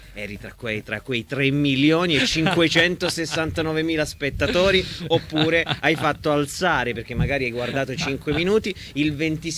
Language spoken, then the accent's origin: Italian; Calabria, Italy; Da calabrese a calabrese